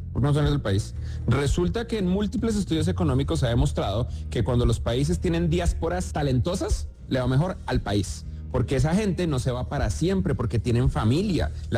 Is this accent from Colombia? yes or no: yes; Colombia; moved away as an adult; now in San Francisco, United States; Y pues uno sigue siendo más colombiano que gringo.